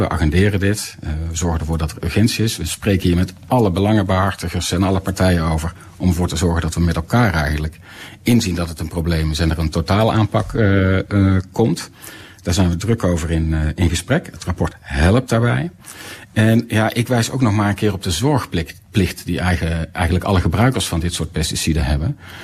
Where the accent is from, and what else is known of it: Netherlands